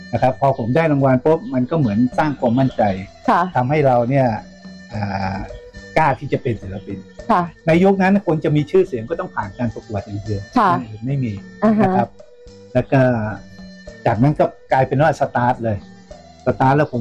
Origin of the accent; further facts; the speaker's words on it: Chiang Rai, Thailand; นะครับเป็นศิลปินชาวเชียงรายโดยกำเนิดนะครับผมก็จบมาจากมศวประสานมิตร